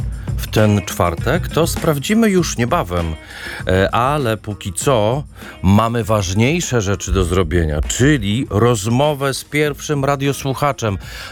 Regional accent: Podlaskie Voivodeship, Poland; moved away; Moje okolice rodzinne też mieszczą się blisko Białegostoku.

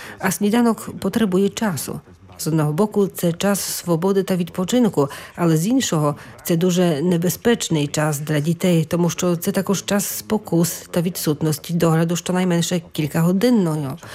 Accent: Poland; ми, поляки

